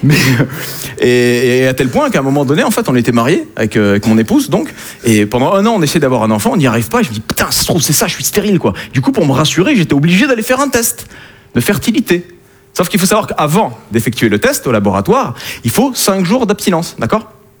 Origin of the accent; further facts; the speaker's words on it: Southern France, France; Hein, je viens du sud de la France.